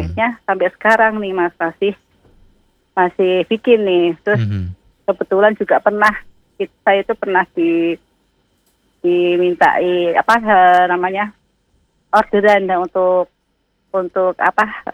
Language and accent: Indonesian; Pekalongan, Central Java, Indonesia; saya ini ya orang Pekalongan itu ya.